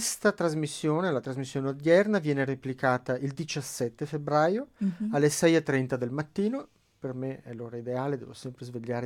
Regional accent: Genoa, Liguria, Italy; io sono genovese.

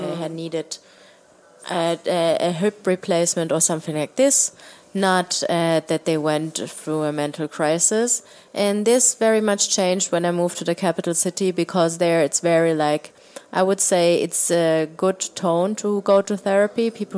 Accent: South Germany, Germany; I'm from Germany. I grew up in the south of Germany, more like a small town.

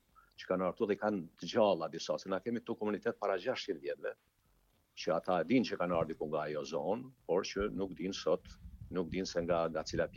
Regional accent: Deçan, Peja District, Kosovo; nga Komuna Deçanit, tu kom marrë në Zarë me studiu e historinë e artit

